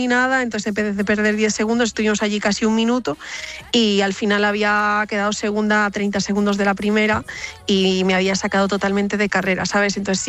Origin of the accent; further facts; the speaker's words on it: Vigo, Galicia, Spain; also born or lived in Pontevedra; aunque yo soy de Vigo, Pontevedra es la ciudad donde empecé a practicar deporte con el atletismo cuando tenía 10 años